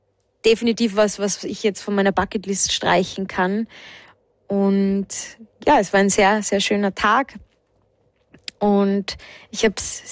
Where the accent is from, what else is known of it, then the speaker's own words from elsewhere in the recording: Salzburg, Austria; gerade als Salzburgerin in diesem Ambiente zu spielen und über die ganze Altstadt zu blicken